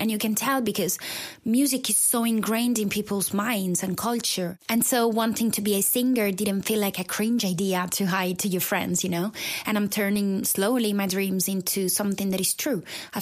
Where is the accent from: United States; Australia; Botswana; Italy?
Italy; Rome, Lazio; English is a second language; moved away as an adult; now in London, United Kingdom; Not very convenient when 8 years ago I bought a one-way ticket to London. Now, I was born and raised in Rome, surrounded by sunshine, amazing food, incredible art, a very warm family.